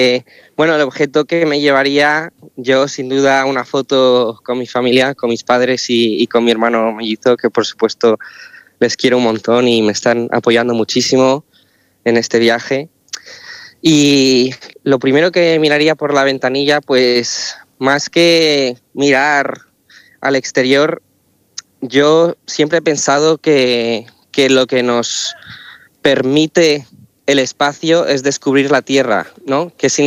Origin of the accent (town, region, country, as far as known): Spain